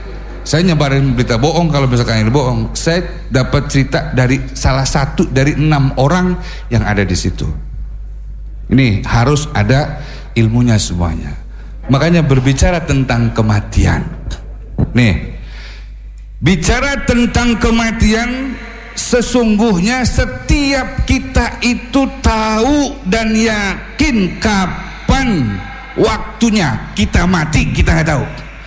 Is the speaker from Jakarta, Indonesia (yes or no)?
yes; Jakarta, Indonesia; kalau bahasa kampung kita orang Betawi bilang, disuruh terenin.